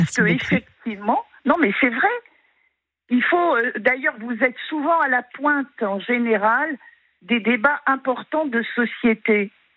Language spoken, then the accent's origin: French; France; Je suis française, je vis en France, j'assume et je fais ce que je veux.